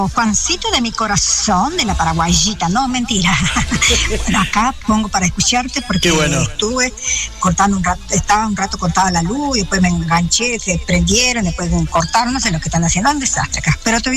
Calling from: Santa Fe, Argentina

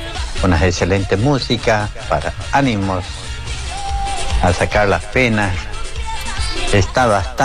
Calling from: La Prida, Santiago del Estero, Argentina; Un fuerte abrazo desde La Prida.

